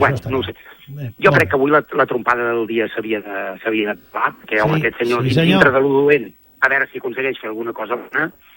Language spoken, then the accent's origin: Catalan; Catalonia, Spain; com a català del Barça